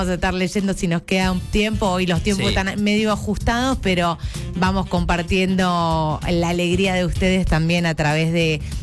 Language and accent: Spanish; Morón, Buenos Aires Province, Argentina; now in Salta, Argentina; sos de Morón como yo